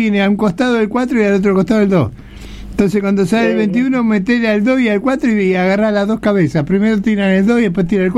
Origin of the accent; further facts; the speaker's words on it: Buenos Aires, Argentina; Yo tenía en mi barrio, cuando yo me crié allá en Pompeya, casi Soldati